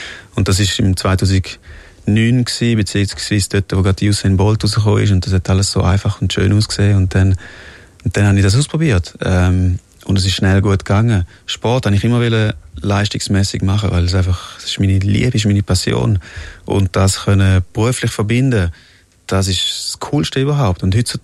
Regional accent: Switzerland; Aber ich bin Schweizer, ich bin mega stolz und für mich ist es mega schön gewesen, hier aufzuwachsen, und ich will auch hier bleiben.

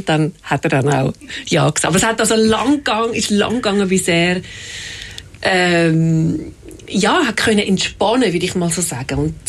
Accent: Horgen, Zurich, Switzerland; Ich bin in Horgen aufgewachsen.

